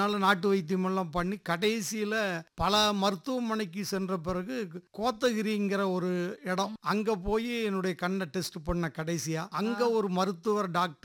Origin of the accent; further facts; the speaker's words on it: Ramapuram, Tamil Nadu, India; என்னுடைய சொந்த ஊர் வந்து சத்தியமங்கலத்து பக்கத்துல ராமாபுரம் அப்படிங்கிற ஒரு கிராமம். அப்புறம் அங்கதான் வந்து நான் ஒரு 7 வரைக்கும் நல்லா பார்வை தெரிஞ்சு அங்கதான் படிச்சுட்டு.